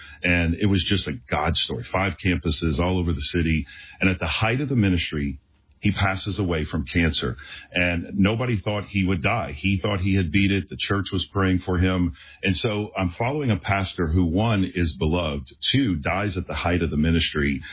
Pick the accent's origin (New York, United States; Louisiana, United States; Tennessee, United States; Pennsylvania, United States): Louisiana, United States; New Orleans; born or raised there